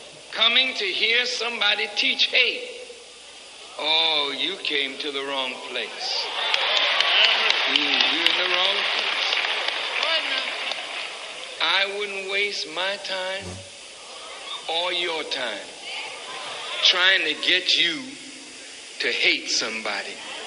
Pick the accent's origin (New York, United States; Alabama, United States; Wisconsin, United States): New York, United States; New York City; born there; now in Georgia, United States; I was born in New York City. But I'm here in Georgia.